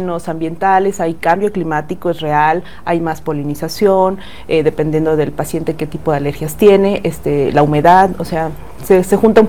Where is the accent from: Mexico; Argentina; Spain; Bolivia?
Mexico; Querétaro; Sí, porque está, o sea, los que somos queretanos, estas lluvias son atípicas